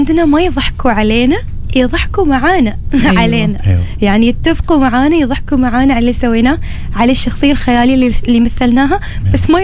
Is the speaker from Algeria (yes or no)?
no; Oman; accent: Omani; في لهجتنا لطيفه خفيفه احنا العمانيين،